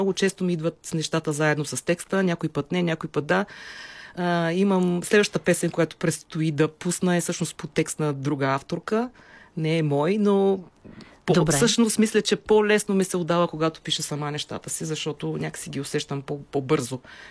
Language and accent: Bulgarian; Shabla, Dobrich Province, Bulgaria; аз съм родом от Шабло, аз съм израснала на морето, то е изцяло в мен.